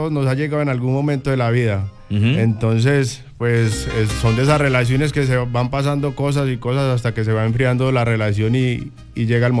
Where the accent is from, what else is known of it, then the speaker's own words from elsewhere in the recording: Medellín, Antioquia, Colombia; Venimos de la ciudad de Medellín